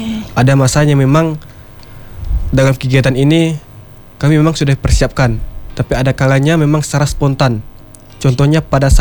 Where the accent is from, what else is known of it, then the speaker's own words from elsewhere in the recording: West Kalimantan, Indonesia; Bujang Gawai Kabupaten Sintang tahun 2026. Saya berasal dari Kayan Hilir, tepatnya Desa Lingkung Bindu.